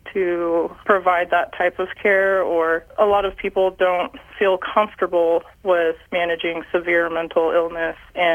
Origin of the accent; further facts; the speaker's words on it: San Antonio, Texas, United States; Yes, I grew up in San Antonio, Texas, so very different from rural Kansas. Big city.